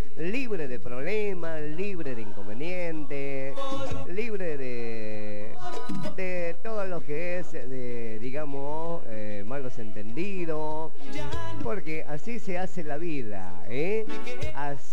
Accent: Argentina; now in San Pedro, Argentina; A mí me interesa mi país. Solamente vivo en San Pedro.

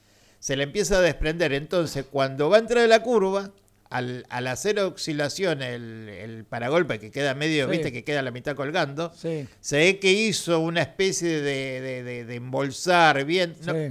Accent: Argentina

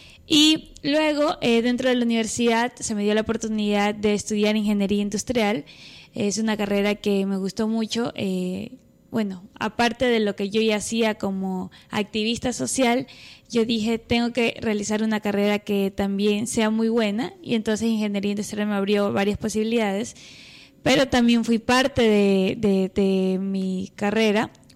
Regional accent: La Libertad, Santa Elena, Ecuador; porque soy parte de La Libertad. soy una libertense. Soy mis 25 años de edad las he vivido todas en el Cantón La Libertad

